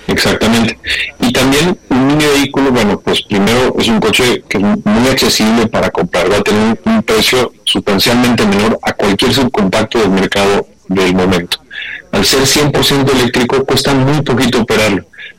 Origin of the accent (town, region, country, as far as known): Mexico